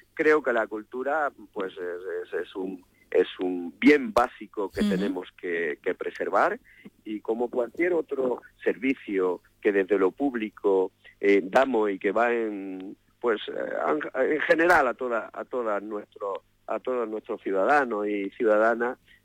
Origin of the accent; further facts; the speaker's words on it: Serón, Andalusia, Spain; venir a mi pueblo, a Serón